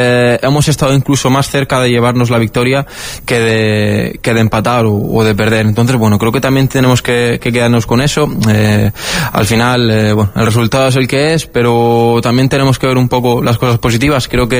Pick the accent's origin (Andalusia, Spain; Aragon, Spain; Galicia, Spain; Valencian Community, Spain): Valencian Community, Spain; Alicante; también se asemeja un poco a lo que a mi tierra, bueno, Alicante.